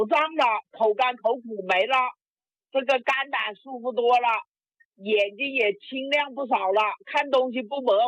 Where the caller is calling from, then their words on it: Hengyang County, Hunan, China; 常老师，我是湖南衡阳县的。